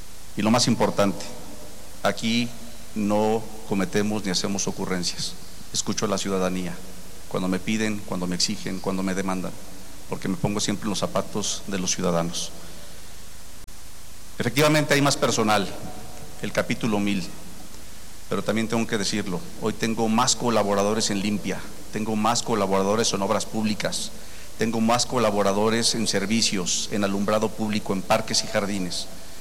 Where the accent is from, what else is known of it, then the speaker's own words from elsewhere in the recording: Fresnillo, Zacatecas, Mexico; esta es mi casa, esta es mi tierra y aquí me voy a quedar.